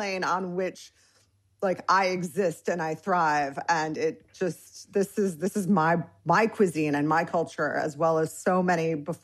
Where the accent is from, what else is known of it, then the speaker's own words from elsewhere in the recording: Michigan, United States; I'm Iranian American. Mm-hmm. I grew up in Michigan